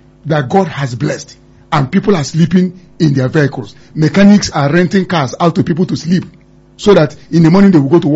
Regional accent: Nigeria; born or raised there

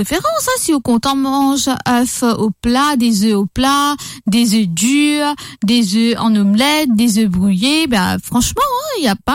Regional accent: Mauritius; Alors, je suis mauricienne, hein. Nous connaissons très bien que nous, en tant que mauriciens, le premier repas, c'est quoi?

